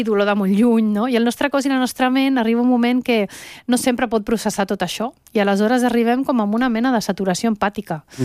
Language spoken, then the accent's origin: Catalan; Venezuela; jo també soc de Venezuela, que tinc una connexió emocional que forma part de la meva vida a aquella terra